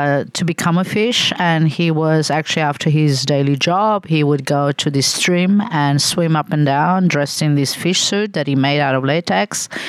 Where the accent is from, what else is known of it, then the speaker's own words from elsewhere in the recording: Australia; So, yeah, Australia is an island. So, yeah, as an Australian, yeah, we're very connected to the water.